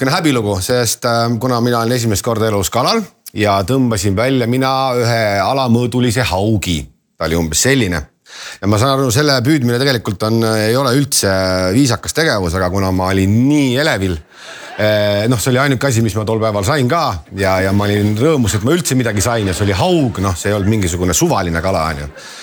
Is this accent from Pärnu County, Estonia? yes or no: no; Tartu, Tartu County, Estonia; No, kuna mina olen sealt Lõuna-Eestist Tartust, seal mina elangi siia maani